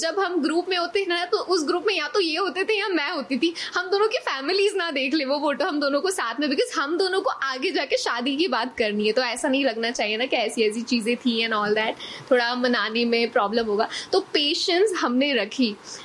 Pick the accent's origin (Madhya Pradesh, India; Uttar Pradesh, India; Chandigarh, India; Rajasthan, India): Madhya Pradesh, India; Susner; और मैं उज्जैन के नियर बाय उज्जैन संभाग में आगर जिला से हूँ. सुसनेर हमारी प्लेस का नाम है